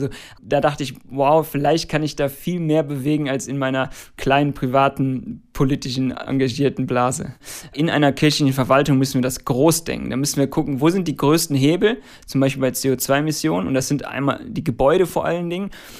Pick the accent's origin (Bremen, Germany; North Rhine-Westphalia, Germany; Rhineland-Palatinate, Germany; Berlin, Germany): North Rhine-Westphalia, Germany; als ich nach dem Studium zurück in meine Heimat gezogen bin. Und dann habe ich 2 S-Bahn-Haltestellen vom Hambacher Forst entfernt gewohnt